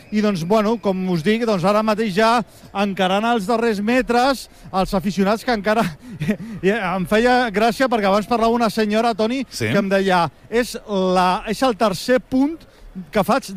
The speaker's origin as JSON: {"language": "Catalan", "town": "Alicante", "region": "Valencian Community", "country": "Spain", "moved": "yes", "lives_now": "Barcelona, Spain", "said": "I jo sóc alacantí."}